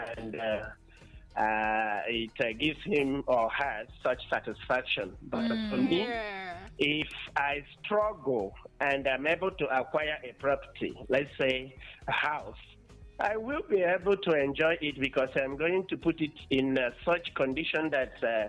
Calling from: Borno, Nigeria; I'm calling in from Akeze Borno State.

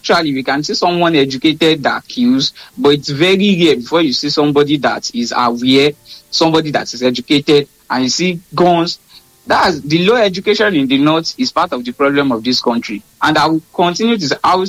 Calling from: Nigeria

